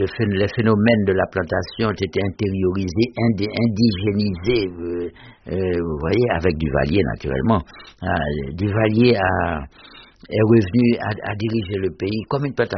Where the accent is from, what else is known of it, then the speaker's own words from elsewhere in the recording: Haiti; moved away; après mon récent voyage en Haïti, j'étais resté près de 45 ans sans y retourner. Dans ma ville natale, ça faisait 60 ans